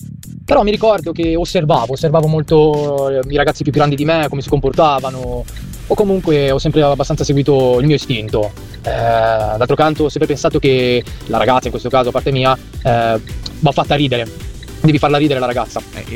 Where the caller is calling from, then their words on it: Como, Lombardy, Italy